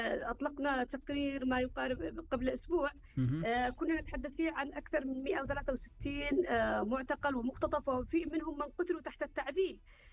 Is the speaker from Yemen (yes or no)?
yes; Yemen